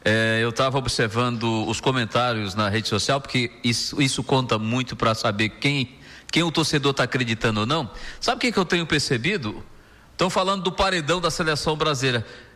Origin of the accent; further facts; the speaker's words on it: Acre, Brazil